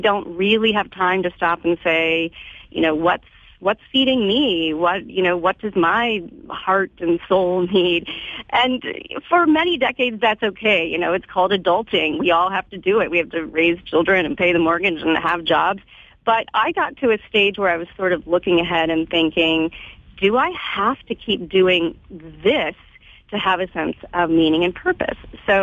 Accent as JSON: {"language": "English", "town": "Louisville", "region": "Kentucky", "country": "United States", "tie": "born or raised there", "said": "I grew up in Louisville, Kentucky. I went to Churchill Downs many times. It's the home of the Kentucky Derby."}